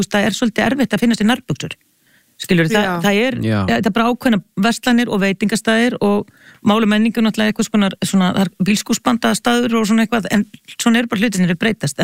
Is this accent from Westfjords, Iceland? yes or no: no; Hafnarfjörður, Capital Region, Iceland; ég reyndar alveg upp í Hafnarfirði, þannig ég var ekki daglegur gestur í borginni fyrir en ég var tvítu og því ég flutt úr Hafnarfirði.